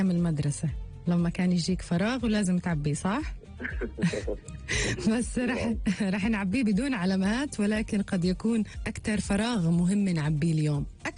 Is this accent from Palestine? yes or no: yes; Palestine; accent: Palestinian; لهجتنا الفلسطينية مليئة بالمفردات اللي صعب نترجمها باللغات التانية